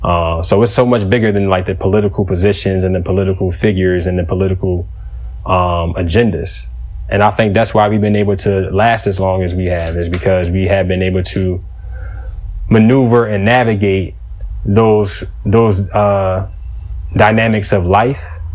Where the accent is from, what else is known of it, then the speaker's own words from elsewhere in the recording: Philadelphia, Pennsylvania, United States; I might have been 19, 20. And again, I came from Philadelphia, Bartram graduate.